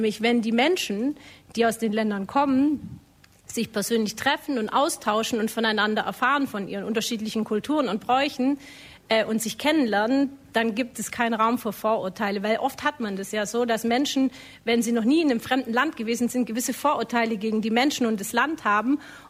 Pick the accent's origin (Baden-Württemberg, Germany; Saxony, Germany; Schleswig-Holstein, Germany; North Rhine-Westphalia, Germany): Baden-Württemberg, Germany; Ulm; Ich komme aus Deutschland, ich komme aus Ulm.